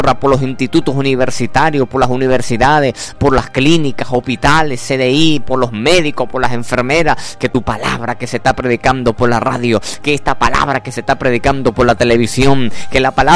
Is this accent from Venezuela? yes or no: yes; Venezuela